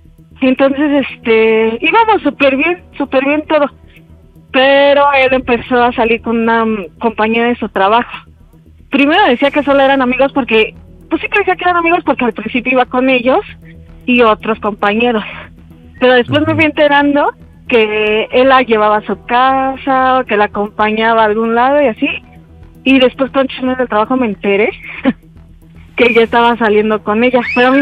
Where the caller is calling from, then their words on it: Puebla, Mexico; Tengo 25, soy de Puebla.